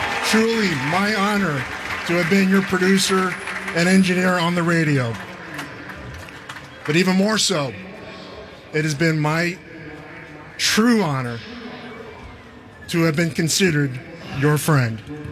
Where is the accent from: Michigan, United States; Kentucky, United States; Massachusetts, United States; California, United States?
California, United States; San Francisco; you knew I was born and raised in San Francisco, grew up a Giants fan all my life.